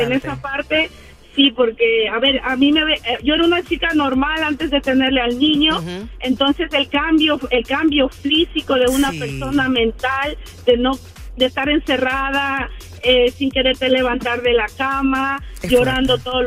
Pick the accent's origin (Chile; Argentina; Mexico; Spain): Spain; moved away; Entonces, bueno, yo vengo de España, es verdad que hay muchos protocolos